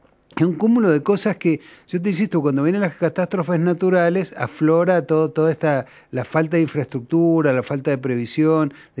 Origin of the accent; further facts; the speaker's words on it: Mendoza, Argentina; Cada vez que llueve mucho, ¿sabés lo que nos indica lo mugriento que somos los mendocinos?